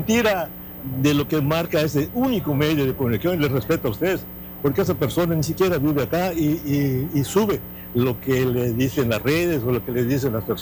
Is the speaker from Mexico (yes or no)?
yes; Cozumel, Quintana Roo, Mexico; porque nosotros somos parte de Cozumel